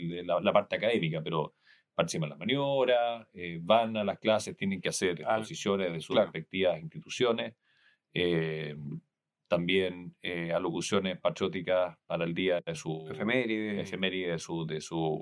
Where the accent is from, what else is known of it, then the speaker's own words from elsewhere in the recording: Chile; que nos conozcan nosotros como chilenos, cómo entregarles un poquitito de nuestra cultura